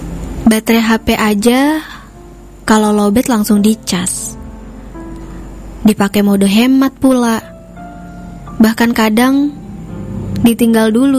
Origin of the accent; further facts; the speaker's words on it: Surabaya, East Java, Indonesia; moved away; inget banget ya masa-masa kecil pas di Surabaya, ketika kita main, pulang sekolah, main pas sore hari mau ngaji.